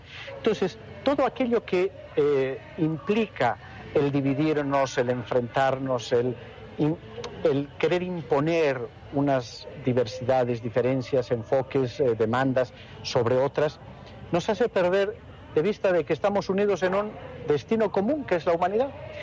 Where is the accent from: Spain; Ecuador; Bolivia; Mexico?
Bolivia